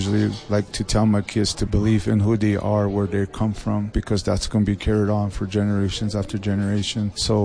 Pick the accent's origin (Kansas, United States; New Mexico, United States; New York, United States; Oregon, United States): New Mexico, United States; Acoma Pueblo; I'm from Acoma Pueblo.